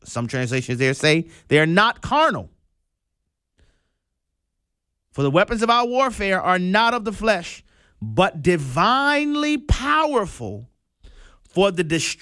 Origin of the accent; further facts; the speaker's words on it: New Orleans, Louisiana, United States; I'll use my hometown. If you live in New Orleans